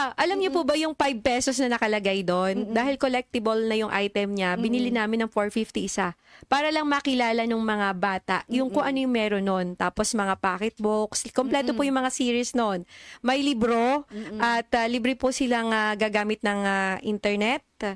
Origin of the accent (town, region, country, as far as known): Alabat, Calabarzon, Philippines